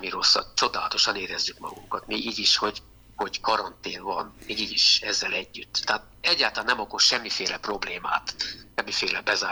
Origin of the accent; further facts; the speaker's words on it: Pápa, Veszprém County, Hungary; born there; also born or lived in Budapest; hát ugye katolikus családba nőttem fel, és sokat jártam a templomba, első áldozó, stb. Minden volt, ami ugye hozzájár a katolikus család és a tradíciókhoz. És ezen kívül az én drága apai nagymamám, pápa, émerint pápán születtem